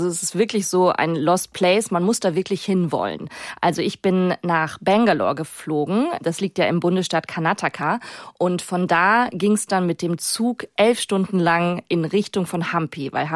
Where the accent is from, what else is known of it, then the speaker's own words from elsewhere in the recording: Germany; wo kommen Sie denn her? Ja, aus Deutschland.